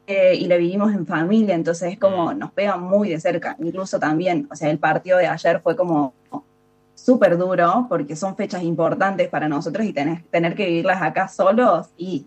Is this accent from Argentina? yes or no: yes; Argentina; creo que es una experiencia que como argentino, si tenés ganas de viajar, lo tenés que hacer.